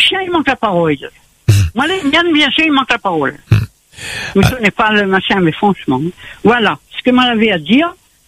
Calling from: Réunion; moi, j'habite à Plaine des Caves

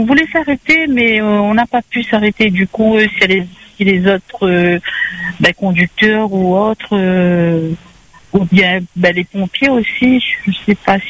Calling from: Saint-André, Réunion; moi je suis de Saint-André

